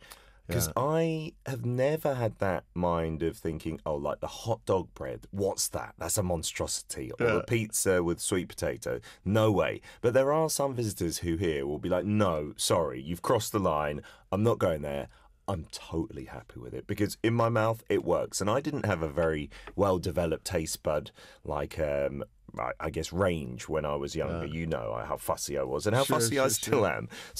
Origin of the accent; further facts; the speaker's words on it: United Kingdom; moved away; growing up as a Brit